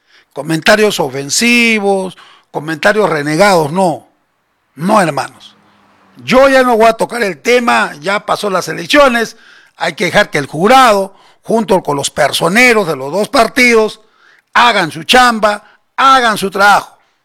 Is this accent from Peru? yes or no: yes; Peru; Yo soy un peruano, un compatriota